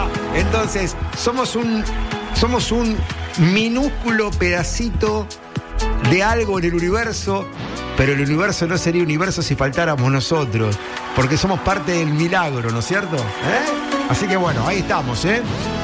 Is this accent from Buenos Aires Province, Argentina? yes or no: yes; Berisso, Buenos Aires Province, Argentina; also born or lived in Ensenada / La Plata; Yo nací en Ensenada, viví todo el tiempo en la ciudad de Berisso, y trabajé toda mi vida en La Plata, y estudié en la ciudad de La Plata, en el Colegio Nacional Rafael Hernández de la ciudad de La Plata.